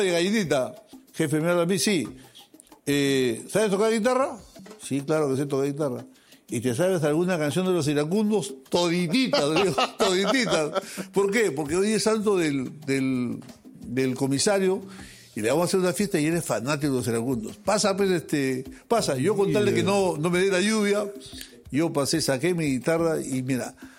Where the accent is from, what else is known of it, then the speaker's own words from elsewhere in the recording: Peru; Pero jefe, yo soy cantante, soy peruano, vengo de un festival